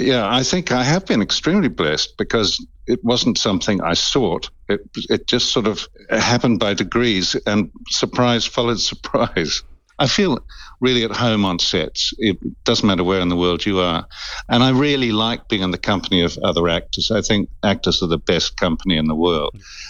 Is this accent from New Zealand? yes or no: yes; New Zealand; born there; also born or lived in Northern Ireland; Well, I came from a small town in, well, I was born in Northern Ireland initially, and then a small town in New Zealand.